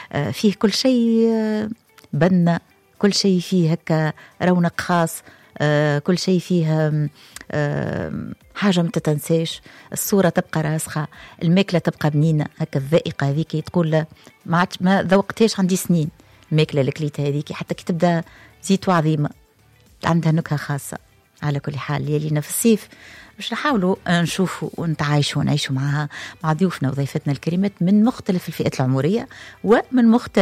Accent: Tunisia

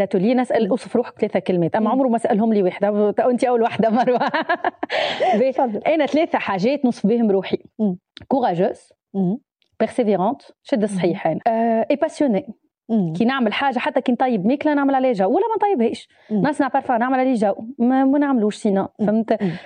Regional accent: Tunisia; احنا في تونس ما عندناش. ليه عندنا في تونس؟ عندنا كل شيء. انا سافرت لبرشا بلدان في العالم وتونس فيها كل شيء

